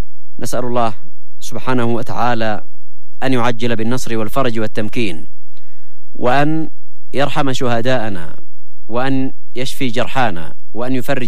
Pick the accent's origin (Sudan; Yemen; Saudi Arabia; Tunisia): Yemen